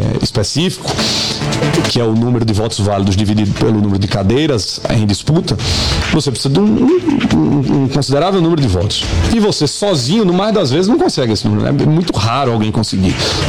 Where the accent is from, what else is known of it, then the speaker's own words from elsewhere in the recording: Sousa, Paraíba, Brazil; Eu não vou deixar de votar num candidato de Souza, que é a minha terra, vou votar em qualquer outro candidato que seja.